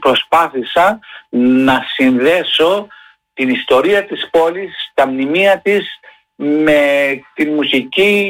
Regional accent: Heraklion, Crete, Greece; στο αγαπημένο μου Ηράκλειο.

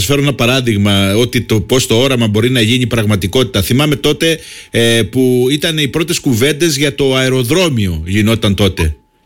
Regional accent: Sitia, Crete, Greece; εγώ όταν ήμουν παιδί στη Σιτία, μαθητής στη Σιτία

